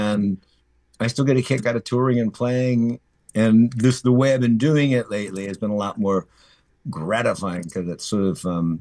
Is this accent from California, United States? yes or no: no; Minneapolis, Minnesota, United States; So when I grew up in Minneapolis, I rode the buses everywhere and ride or rode my bike everywhere. And that just speaks to where Minneapolis really is in my whole trajectory.